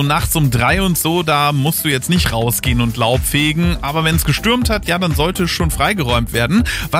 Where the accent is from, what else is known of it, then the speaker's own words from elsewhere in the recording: Northern Germany, Germany; now in Upper Palatinate, Germany; man hört das auch, dass ich persönlich jetzt nicht aus der Oberpfalz komme. Ursprünglich komme ich aus Norddeutschland, aus einer Stadt, die vor Jahren bundesweit wegen ihres Laubs bekannt geworden ist.